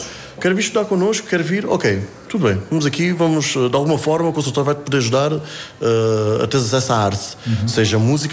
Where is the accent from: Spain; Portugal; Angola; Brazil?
Portugal; Alentejo; moved away; Eu sou alentejano, eu sou de Alstrela e cheguei aqui ao conservatório em 2010.